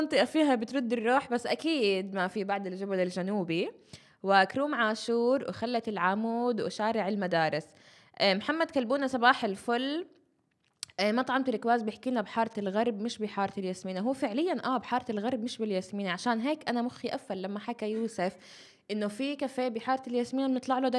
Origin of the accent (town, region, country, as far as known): Nablus, Nablus Governorate, Palestine